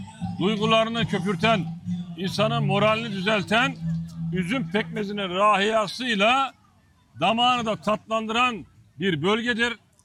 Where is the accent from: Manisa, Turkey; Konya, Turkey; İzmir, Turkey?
Konya, Turkey; Doğma büyüme Konyalı. Ki bu bizim K harflerini yumuşatarak G ile kullanmamız Oğuzca'dan gelmedir.